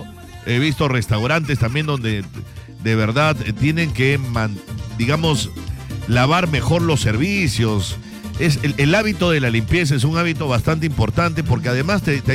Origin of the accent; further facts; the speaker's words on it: Peru; ¿Qué tan higiénicos somos los peruanos?